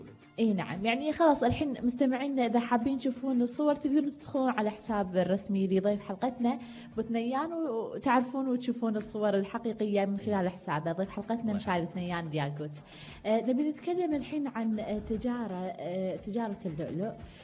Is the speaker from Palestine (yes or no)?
no; Kuwait; في حياتنا احنا ككويتيين.